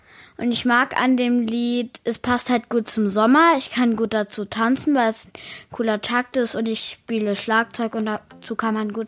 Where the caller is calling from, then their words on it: Leipzig, Saxony, Germany; ich bin 8 Jahre alt, ich komme aus Leipzig